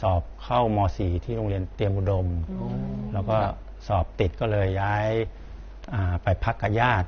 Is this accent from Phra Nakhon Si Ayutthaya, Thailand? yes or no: no; Chachoengsao, Thailand; อ๋อหลวงพี่เกิดที่จังหวัดฉะเชิงเทรานะก็ครอบครัวก็เป็นครอบครัวพุทธศาสนาแหละ